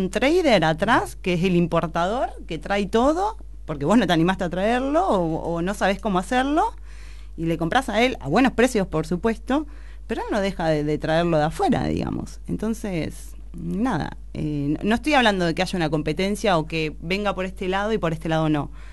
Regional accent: Argentina; yo creo que nosotros como argentinos estamos súper super preparados

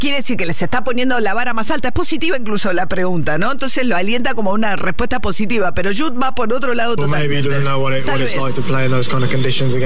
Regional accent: Argentina; Somos todos hinchas, somos todos argentinos

